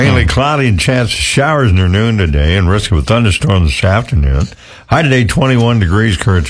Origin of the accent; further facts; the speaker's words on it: Cobourg, Ontario, Canada; born there; also born or lived in Germany; I was growing up in Coburg, Ontario.